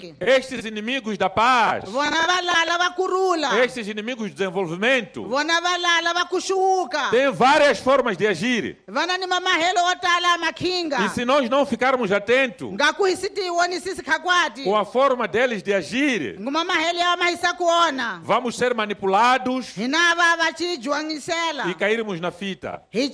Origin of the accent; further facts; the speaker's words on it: Mozambique; Todos nós, como moçambicanos